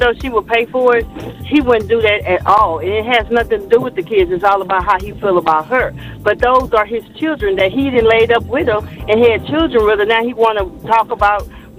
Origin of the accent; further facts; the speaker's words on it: Houston, Texas, United States; I'm from Houston, Texas.